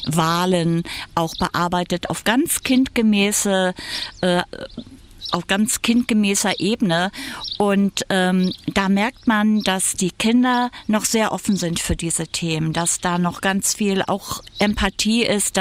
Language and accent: German; Greifswald, Mecklenburg-Vorpommern, Germany; ich komme aus Greifswald